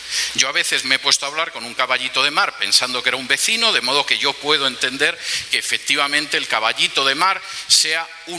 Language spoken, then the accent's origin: Spanish; Spain; ¿Qué ha significado, por ejemplo, en mi país de origen, en España, el que se aprobara esa ley de salud sexual y reproductiva?